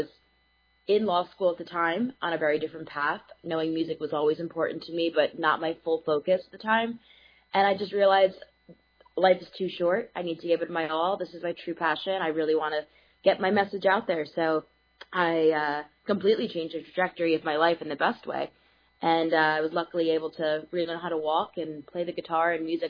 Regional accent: New York, United States; moved away as an adult; now in Nashville, United States; And so I'm born and raised in New York.

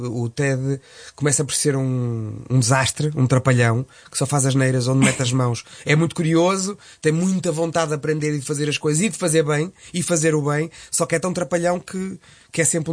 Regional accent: Porto, Norte, Portugal; accent: Porto; Às vezes escapa-me ali o meu sotaque do Porto, não é? Porque eu sou do Porto.

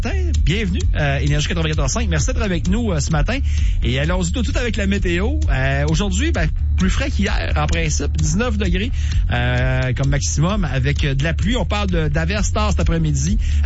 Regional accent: Dolbeau, Quebec, Canada; Je viens de Dolbeau, j'ai jamais été à Bégin.

